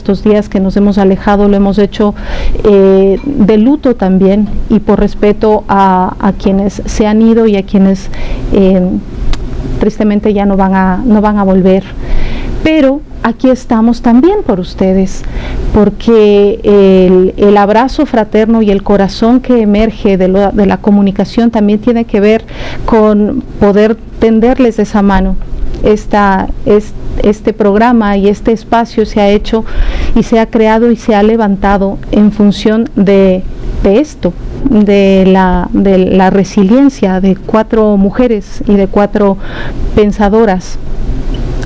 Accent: Ecuador; moved away as an adult; now in Caracas, Venezuela; como ecuatoriana, como lo ha dicho Marina, nosotros somos extranjeras que estamos en este momento aquí en Caracas por temas laborales

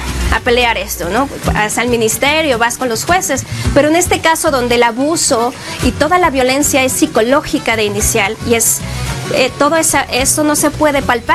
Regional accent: Mexico; soy mexicana

